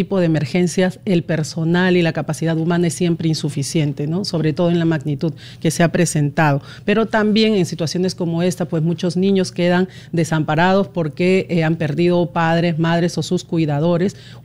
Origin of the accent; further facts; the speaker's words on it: Peru; De hecho, nosotros como peruanos tampoco tenemos un consultado por las relaciones diplomáticas cortadas